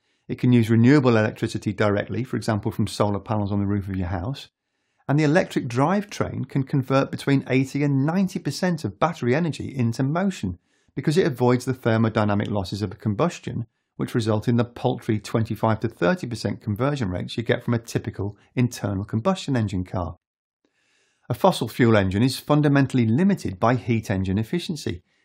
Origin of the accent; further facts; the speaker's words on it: United Kingdom; And I'm British, you know.